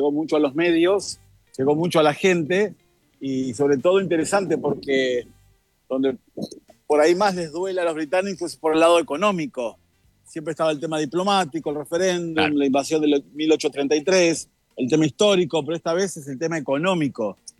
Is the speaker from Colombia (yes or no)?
no; Argentina; ya ahora cuando digo que soy de Argentina no me hablan más del fútbol